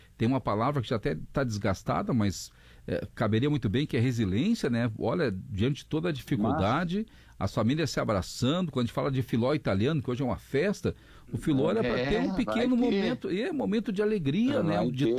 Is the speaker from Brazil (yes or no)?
yes; Flores da Cunha, Rio Grande do Sul, Brazil; Sim, puxa, Flores sou da Cunha, fã.